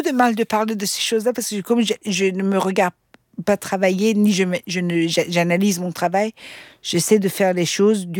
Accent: Austria; first language Persian; French is a second language; Je parlais le persan, mes parents ils m'ont mis dans une école francophone, après j'ai grandi en Autriche, voilà, après j'ai, l'anglais il fallait quand même le parler, je me suis mariée avec un Suédois

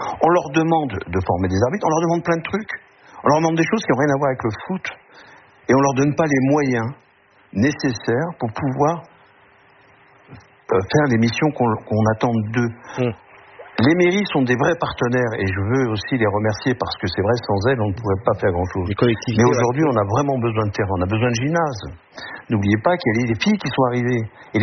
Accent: Île-de-France, France; Chaque week-end, chez nous, en Ile-de-France, ressemble à des championnats de France de jeunes.

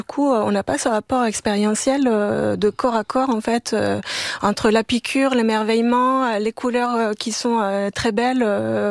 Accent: Colombia; moved away as an adult; now in France; Nature qui est tellement présente, tellement parfois envahissante en Colombie, mon pays d'origine.

